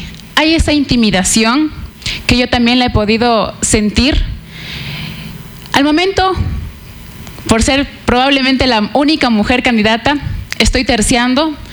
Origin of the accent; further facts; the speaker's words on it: Píllaro, Tungurahua, Ecuador; Yo he nacido y he crecido toda mi vida en mi tierra